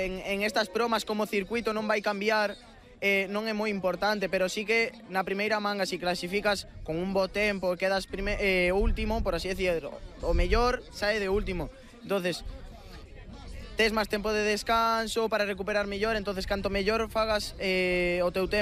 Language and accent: Galician; Gondomar, Galicia, Spain; somos de aquí, o noso circuito local, por así decilo, aunque somos de Gondomar